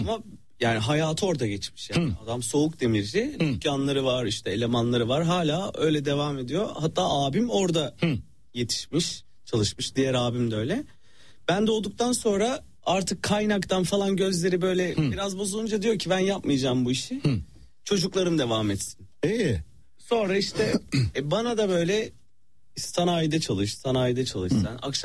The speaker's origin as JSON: {"language": "Turkish", "town": "Salihli", "region": "Manisa", "country": "Turkey", "tie": "born there", "said": "Evet, çünkü Manisa'yla yani Salihli'de doğdum."}